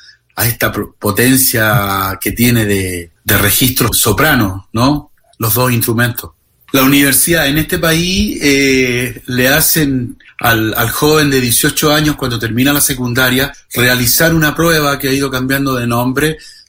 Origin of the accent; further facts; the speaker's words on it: San Antonio, Valparaíso, Chile; Yo soy del puerto de San Antonio y San Antonio está a 100 kilómetros de Santiago, o sea, yo estoy relativamente lejos de la zona andina, ¿no?, que sería desde Iquique hacia arriba.